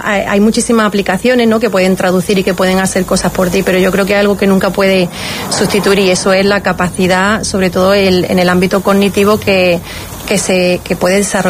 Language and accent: Spanish; Córdoba, Andalusia, Spain; also born or lived in England; now in San Pedro de Alcántara, Spain; Bueno, yo soy un poco cordobesa inglesa. He vivido mucho tiempo en Inglaterra.